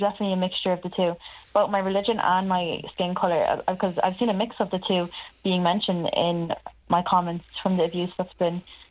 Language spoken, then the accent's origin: English; Ireland; accent: Irish; now in Dublin, Ireland; I've been born and raised in Ireland